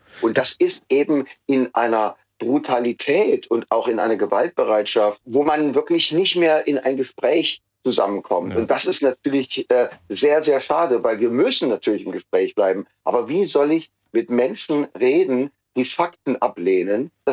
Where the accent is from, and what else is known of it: East Germany, Germany